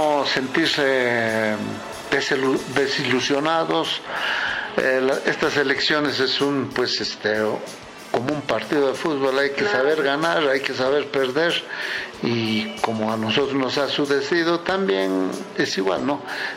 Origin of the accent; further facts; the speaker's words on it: Santa Rosa de Sacco, Junín, Peru; Santa Rosa de Saco, mi tierra, que tanto frutos me ha dado